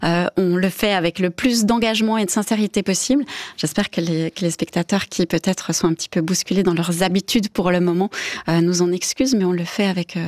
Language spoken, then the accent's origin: French; Bern, Switzerland; mon parcours fait que je viens du canton de Berne, que je viens d'un autre pays, d'un autre continent.